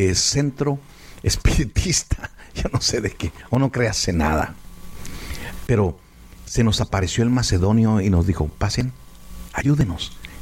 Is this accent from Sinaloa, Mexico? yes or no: no; Ciudad Juárez, Chihuahua, Mexico; now in Los Angeles, United States; Nosotros no somos de Los Ángeles, estamos en Los Ángeles. En cada estado que estamos, nosotros somos de Ciudad Juárez. Y no estábamos ni en Ciudad Juárez, pero deseábamos estar en nuestro México lindo y querido.